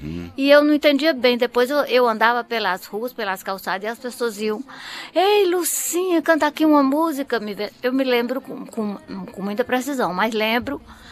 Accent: Fortaleza, Ceará, Brazil; also born or lived in Itapipoca, Ceará; eu nasci em Itapipoca, no Ceará. Na parte da litorânea, né? Que tem a Praia da Baleia e tudo. Com 4 anos eu fui morar em Fortaleza.

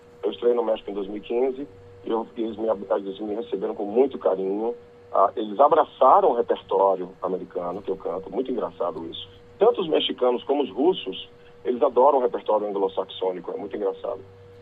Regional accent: Bahia, Brazil; eu sou baiano.

